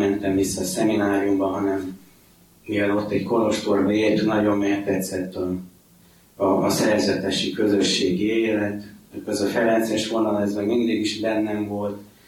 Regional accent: Györköny, Tolna, Hungary; born or raised there; also born or lived in Baks

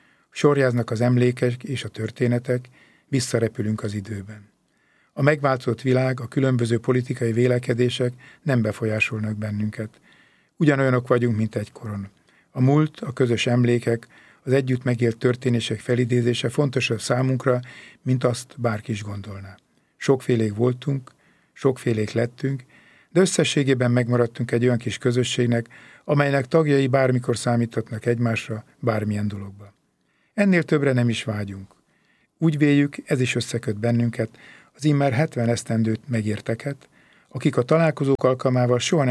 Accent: Törökkoppány, Somogy, Hungary; 1970-ben fejeztem be az általános iskolát szülőfalumban, Törökkoppányban.

